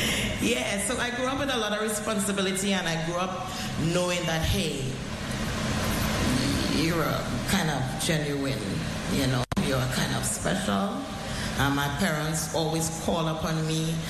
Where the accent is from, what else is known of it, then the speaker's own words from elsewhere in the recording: San Fernando, Trinidad & Tobago; I grew up in San Fernando, and you see how you all fanning? It's like this. It's very warm.